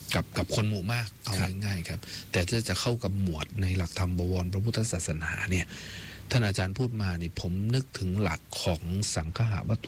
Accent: Isan, Thailand; เราเป็นลูกอีสาน

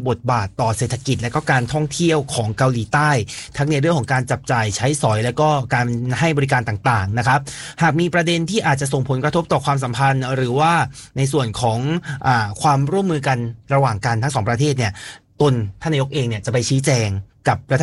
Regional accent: Chaiyaphum, Thailand; บ้านผมเนี่ยคือผมเป็นคนชัยภูมินะ

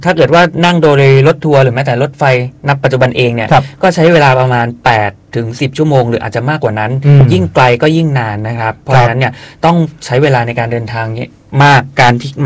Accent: Surat Thani, Thailand; อยู่แบบใต้ตอนต้นนะสุราษฎร์

